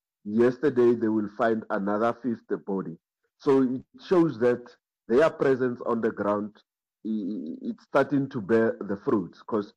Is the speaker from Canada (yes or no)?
no; South Africa; As a South African citizen